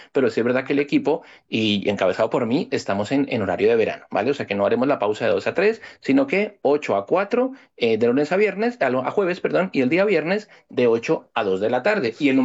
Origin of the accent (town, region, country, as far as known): Colombia; now in Madrid, Spain